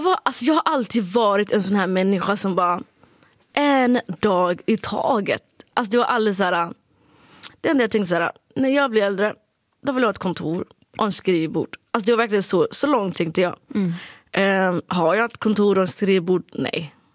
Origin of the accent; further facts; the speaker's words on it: Sweden; accent: Standard Swedish; jag tycker att jag pratar rikssvenska liksom.